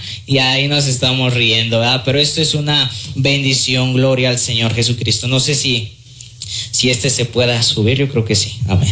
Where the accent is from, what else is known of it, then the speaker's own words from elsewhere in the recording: Querétaro, Mexico; Los que somos de Querétaro